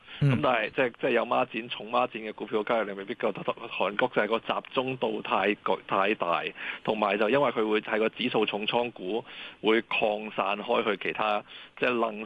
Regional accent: Hong Kong

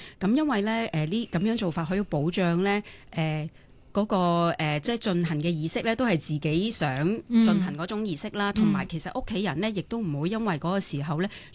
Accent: China; 但係有多時候，可能我哋中國人啊，都比較難於啟齒嘅。

